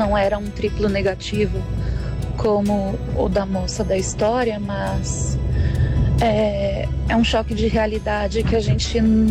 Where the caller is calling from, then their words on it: Osasco, São Paulo, Brazil; Eu sou de Osasco.